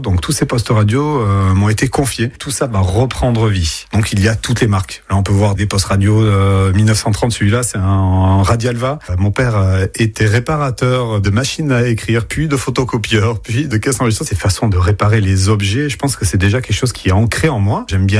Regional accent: Nouvelle-Aquitaine, France; born there; now in Bordeaux, France; j'ai 45 ans, je suis né dans le Pays Basque, mais je suis arrivé à Bordeaux il y a une quinzaine d'années

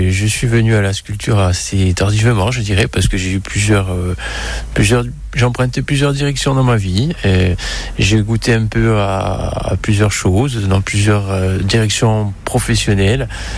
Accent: Petreto-Bicchisano, Corsica, France; moved away as an adult; now in Vignale, France; ça a été mon village d'adoption, puisque je suis originaire de Petrito Bequizano. Et donc, j'ai rencontré mon épouse à Bastia, et je me suis installé dans sa région

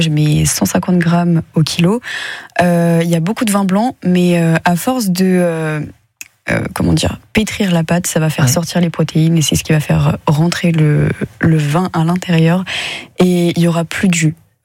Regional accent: Nomeny, Grand Est, France; C'est là où j'ai grandi. C'est là où j'habite maintenant.

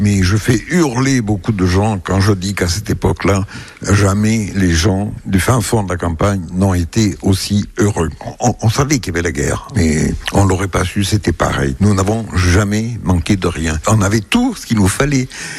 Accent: Nouvelle-Aquitaine, France; je suis originaire du Périgord vert

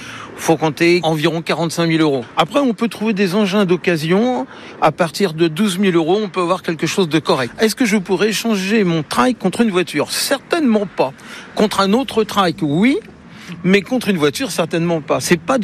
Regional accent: Le Mans, Pays de la Loire, France; j'ai 63 ans et je suis natif du Mans.

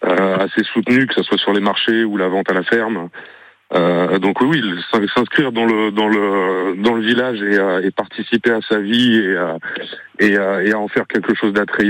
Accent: Auvergne-Rhône-Alpes, France; also born or lived in Paris region; now in Périgord, France; originairement je suis du Cantal

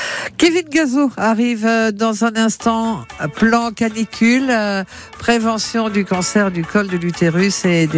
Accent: Nouvelle-Aquitaine, France; comme on dit chez nous en Creuse.

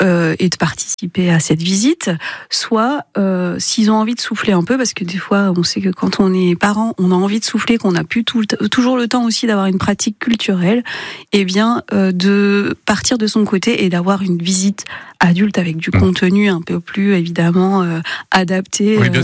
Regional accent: western France, France; now in Dijon, France; puisque je venais pas de Dijon, j'étais de l'ouest de la France, donc je suis arrivée ici en même temps que mon stage.

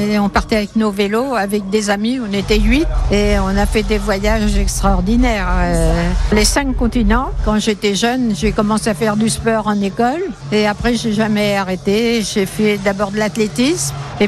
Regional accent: Tours, Centre-Val de Loire, France; born there; Je suis née à Tours déjà

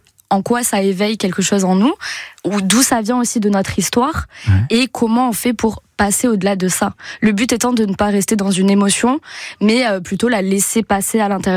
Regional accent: Toulouse, Occitanie, France; accent: Toulouse; Ben, je suis toulousaine, je crois que ça s'entend à l'accent ou pas ?

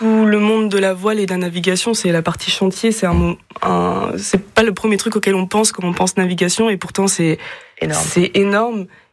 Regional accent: Brittany, France; j'ai quand même grandi en Bretagne

